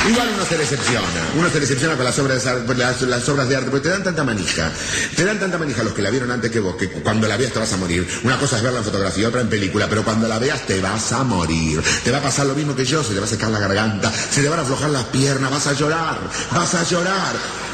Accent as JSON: {"language": "Spanish", "country": "Argentina", "said": "lo vivo que son los tanos para explotar el turismo y lo boludo que somos los argentinos."}